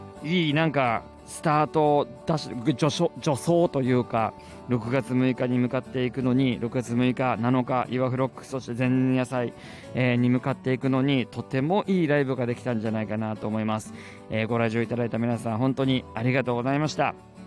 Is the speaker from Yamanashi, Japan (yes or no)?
no; Saitama, Japan; 地元埼玉での